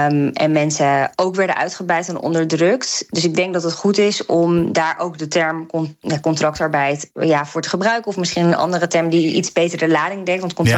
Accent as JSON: {"language": "Dutch", "country": "Netherlands", "said": "de multiculturele identiteit die we hebben als Nederlanders"}